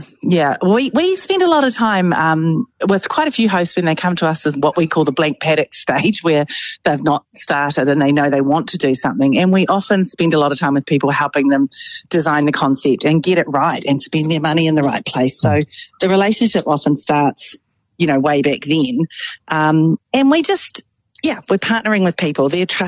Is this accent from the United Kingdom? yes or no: no; Tauranga, Bay of Plenty, New Zealand; We did grow up in the country. Okay. I grew up in Kiwi Fruit Orchards. We both grew up on a Kiwi Fruit Orchard. I was in Tauranga and she was in Whakatane.